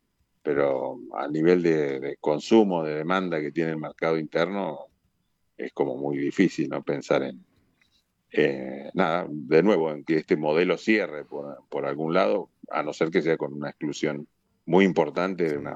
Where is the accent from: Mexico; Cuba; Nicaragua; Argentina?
Argentina